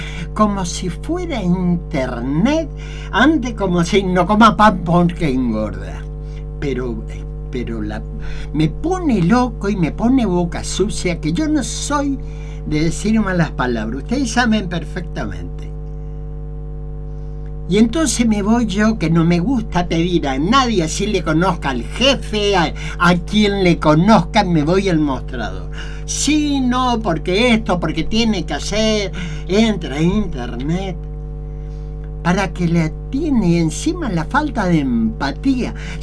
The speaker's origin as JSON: {"language": "Spanish", "country": "Argentina"}